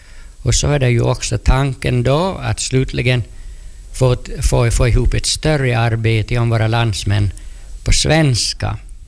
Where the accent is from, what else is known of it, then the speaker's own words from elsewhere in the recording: Purmo, Ostrobothnia, Finland; moved away; det var något som jag fick lära mig som pojke i Purmo.